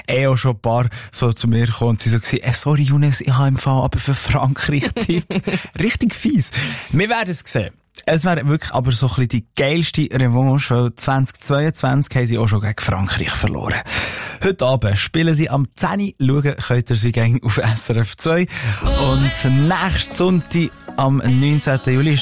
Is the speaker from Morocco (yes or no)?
yes; Morocco; Und als Marokkaner sage ich da natürlich Dima Mkreba, aber ich weiss, es wird so schwierig gegen die huren Franzosen.